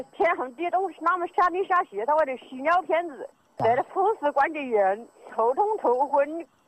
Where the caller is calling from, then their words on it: Huangpi, Hubei, China; 我是黄皮的，